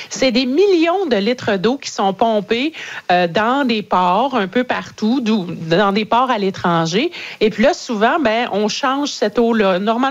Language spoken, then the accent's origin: French; Quebec, Canada; Puis pour limiter les dégâts, chez nous, en Gaspésie, aux îles de la Madeleine, il y a plusieurs comités